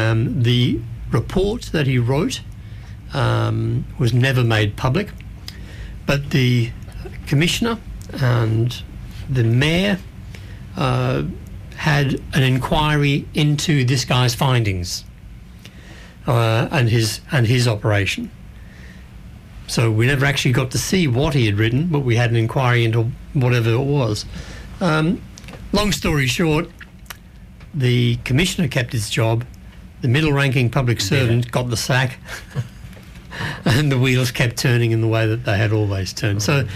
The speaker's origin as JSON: {"language": "English", "country": "Australia"}